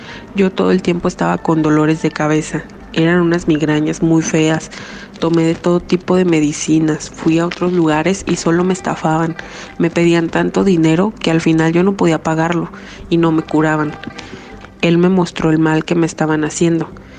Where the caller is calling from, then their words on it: Tumbiscatío, Michoacán, Mexico; soy de Tumbiscatío, tengo 42 años.